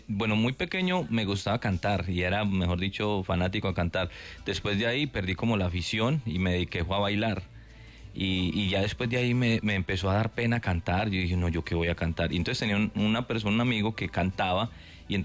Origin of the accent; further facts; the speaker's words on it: Cartago, Valle del Cauca, Colombia; born there; Yo nací en la ciudad de Cartago, allí.